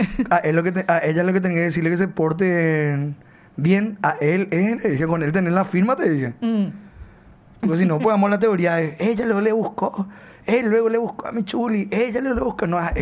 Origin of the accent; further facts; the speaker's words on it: Lambaré, Central, Paraguay; Yo soy de Lambaré, cuando quiero ir a visitar a mamá